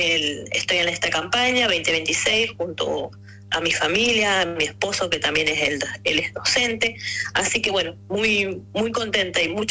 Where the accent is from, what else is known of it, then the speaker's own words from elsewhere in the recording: Formosa, Argentina; born there; moved away as an adult; also born or lived in Chaco; now in Río Grande, Argentina; Porque ambos nacimos en la provincia de Formosa.